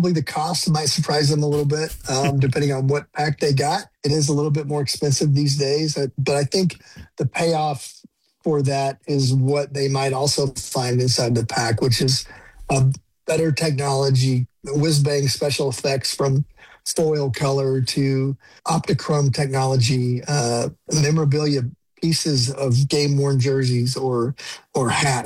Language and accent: English; Dallas, Texas, United States; I grew up in the Dallas area.